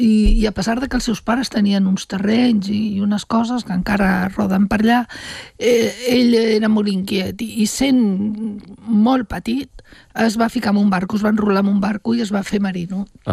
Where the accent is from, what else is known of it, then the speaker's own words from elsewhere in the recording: Catalonia, Spain; accent: Catalan; jo quan surto tinc accent català, quan